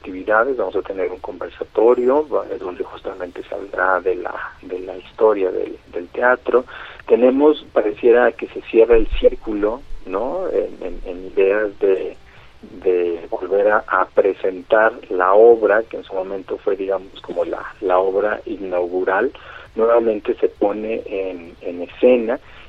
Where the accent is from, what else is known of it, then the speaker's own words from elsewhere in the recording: Guadalajara, Jalisco, Mexico; el teatro es la memoria del consumo cultural que hemos tenido como tapatíos.